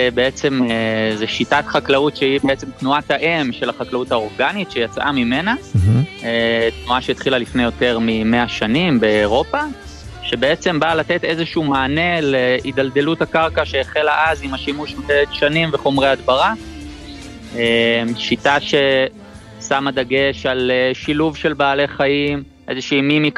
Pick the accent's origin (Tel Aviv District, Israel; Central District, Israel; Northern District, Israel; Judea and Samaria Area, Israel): Northern District, Israel; Harashim; אנחנו בעצם גדלנו על ברכיו של יקב הר מירון